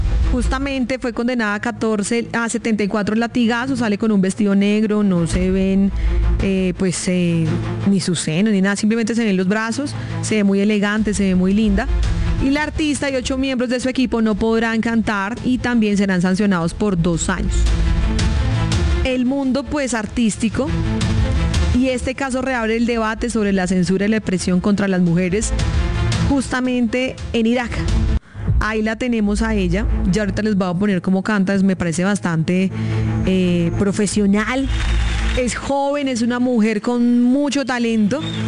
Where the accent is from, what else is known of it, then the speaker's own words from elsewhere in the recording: Colombia; born there; Afortunadas nosotras que nacimos en Colombia